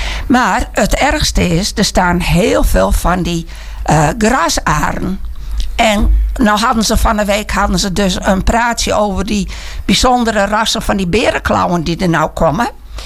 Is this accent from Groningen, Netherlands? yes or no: no; Harlingen, Friesland, Netherlands; accent: Harlingers; ik ben een Harlinger en ik blijf een Harlinger en ik praat Harlingers.